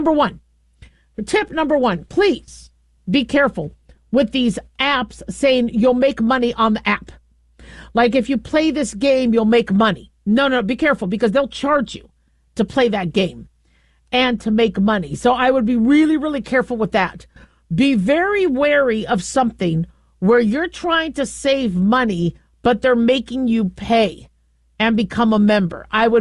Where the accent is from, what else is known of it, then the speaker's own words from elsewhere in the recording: Phoenix, Arizona, United States; moved away; I remember Circle K when I grew up in Phoenix, Arizona